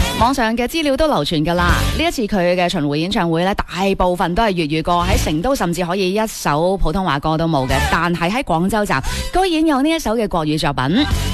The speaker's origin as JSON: {"language": "Cantonese", "region": "Guangdong", "country": "China", "said": "我哋广东人喺屋企做海鲜，应该都系一件好常态嘅事"}